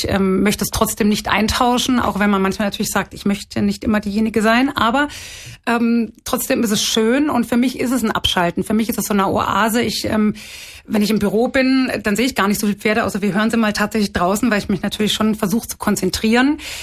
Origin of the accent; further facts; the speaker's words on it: Cologne, North Rhine-Westphalia, Germany; born there; moved away; ich bin in Köln geboren. Mein Papa war schon Trainer, Besitzertrainer. Meine Mutter hat im Gestüt gelernt, in einem Vollblutgestüt. Und die haben zusammen in Köln auf der Pferderennbahn gearbeitet. Da wurden wir dann geboren.